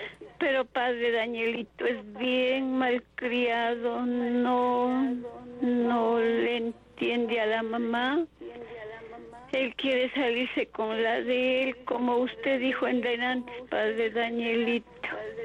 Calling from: Otavalo, Imbabura, Ecuador; Estoy llamando de Otavalo.

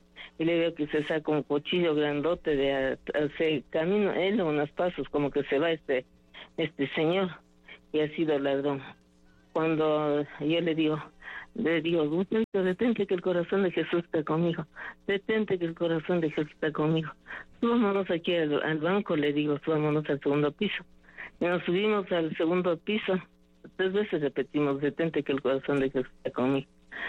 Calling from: Valle de los Chillos, Pichincha, Ecuador; del Valle de los Chillos.

